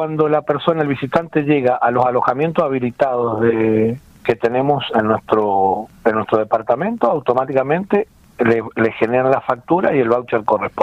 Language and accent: Spanish; Mendoza, Argentina; somos el Real del Pehuenche